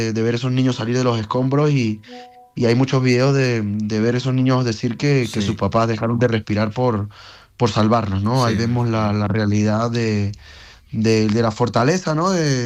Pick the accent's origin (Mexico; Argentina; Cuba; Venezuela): Venezuela; now in Peru